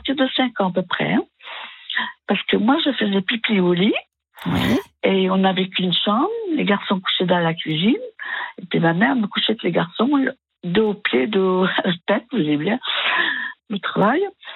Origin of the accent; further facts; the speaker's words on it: Cosne-Cours-sur-Loire, Bourgogne-Franche-Comté, France; Ah oui, je suis née à Cône.